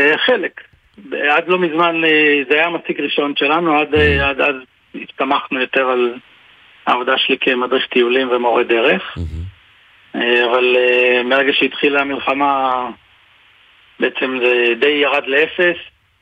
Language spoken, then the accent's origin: Hebrew; Neot Golan, Northern District, Israel; אבל אני גדלתי פה, זה גם לא כזה